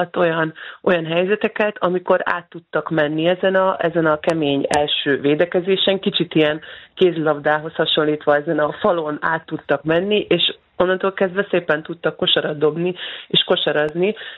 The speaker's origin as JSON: {"language": "Hungarian", "town": "Sopron", "region": "Győr-Moson-Sopron", "country": "Hungary", "said": "én is soproniként, még Sopronban játszottam"}